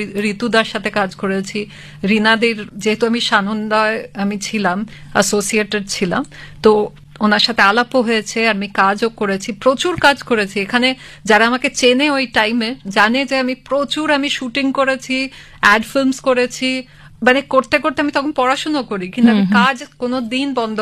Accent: Kolkata, West Bengal, India; born there; যদি বাঙালি আনার কথা আমি বলি, তো আমি প্রচন্ড ভাবে বাঙালি, কারণ আমি অ্যাকচুয়ালি তো এখানেই জন্মেছি কলকাতাতে।

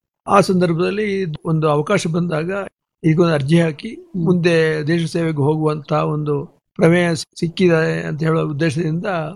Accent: Karnataka, India; ಆ ಸಂದರ್ಭಗಳಲ್ಲಿ ನಮ್ಮ ಜಿಲ್ಲೆಯಿಂದ ಅಥವಾ ನಮ್ಮ ಕರ್ನಾಟಕ ದಕ್ಷಿಣ ಜಿಲ್ಲೆಯಿಂದ ನನ್ನಿಂದ ಒಂದು 2-4 ವರ್ಷ ಹೆಚ್ಚಿನ ವಯಸ್ಸಿನವರು ಸುಮಾರು ಜನ ಭಾರತೀಯ ವಾಯುಸೇನೆಗೆ

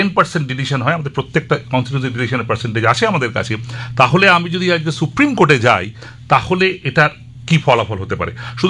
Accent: West Bengal, India; আমরা পশ্চিমবঙ্গের প্রতিটি মানুষ

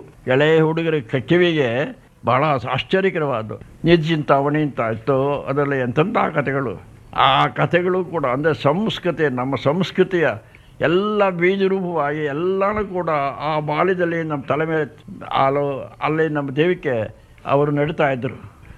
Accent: Melkote, Karnataka, India; born there; ನಾನು ಮೇಲ್ಕೋಟೆಯಲ್ಲಿ ಹುಟ್ಟಿದೆ.

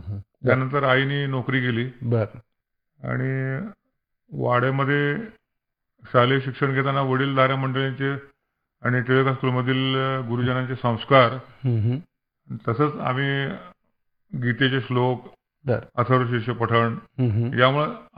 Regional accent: Karad, Maharashtra, India; माझं बालपण कराडच्या चारशेदास होमोरपेठेतील पुसाळकरवाड्यामध्ये गेलं.

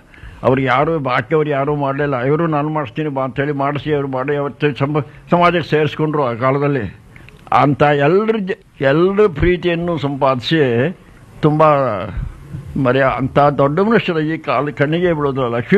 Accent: Melukote, Karnataka, India; born there; ನೋಡಿ, ನಾನು ಮೇಲ್ಕೋಟೆಯಲ್ಲಿ ಹುಟ್ಟಿದೆ. ಮೇಲ್ಕೋಟೆ ಅನ್ನೋದು ಶ್ರೀವೇಷ್ಟವರ ಚತುರ್ಧಾಮಗಳಲ್ಲಿ ಒಂದು.

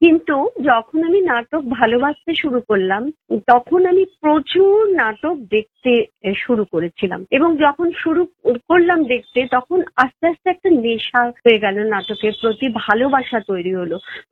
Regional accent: Durgapur, West Bengal, India; আমি মফস্বল শহরে দুর্গাপুরে বড় হয়েছি

